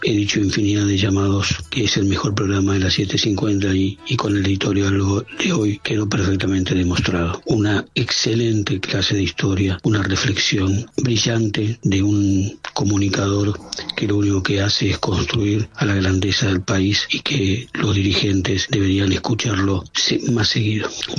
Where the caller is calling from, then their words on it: Almagro, Buenos Aires, Argentina; de Almagro.